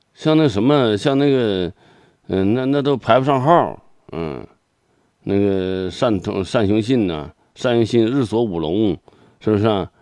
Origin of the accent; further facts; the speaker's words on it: Inner Mongolia, China; 蒙古风情的歌曲，哎，载歌载舞，嗯，我们内蒙古人好啊